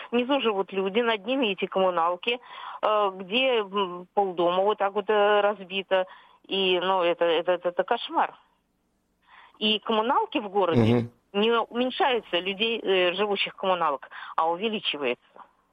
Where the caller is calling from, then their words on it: Saint Petersburg, Russia; я из Санкт-Петербурга.